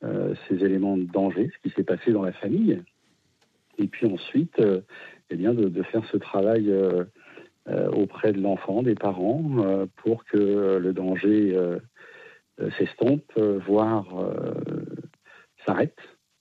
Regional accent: Pays de la Loire, France; Alors je suis du Maine-et-Loire.

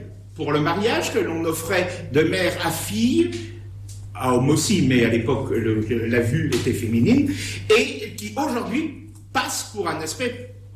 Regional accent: Digoin, Bourgogne-Franche-Comté, France; je suis originaire de Digoin

